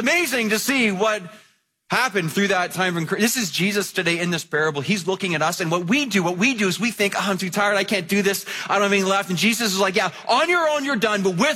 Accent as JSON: {"language": "English", "town": "Mississauga", "region": "Ontario", "country": "Canada", "tie": "born or raised there"}